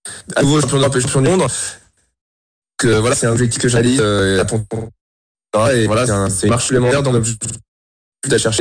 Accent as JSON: {"language": "French", "region": "Normandy", "country": "France", "said": "c'est que je suis normand, donc voilà, je suis déjà quand même assez bien bâti de base."}